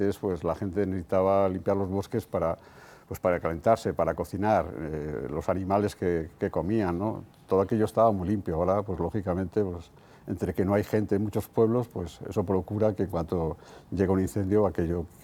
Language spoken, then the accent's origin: Spanish; Fermoselle, Castile and León, Spain; en mi pueblo, en Fermoselle